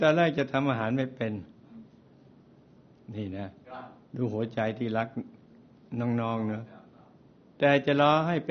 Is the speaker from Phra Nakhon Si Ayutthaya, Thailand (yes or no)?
yes; Phra Nakhon Si Ayutthaya, Thailand; born there; ผมเกิดที่บ้านคุณแม่ถูกไงริมแม่น้ำลพบุรีแต่แม่น้ำลพบุรีอยู่จังหวัดพระนครศรีอยุธยา